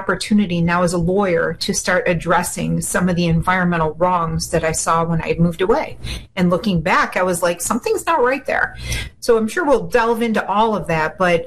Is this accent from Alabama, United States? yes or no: no; Niagara Falls, New York, United States; also born or lived in Georgia; Well, first of all, I was born and raised in Niagara Falls, and I had the opportunity to move away from Niagara Falls and practice as a lawyer in Georgia.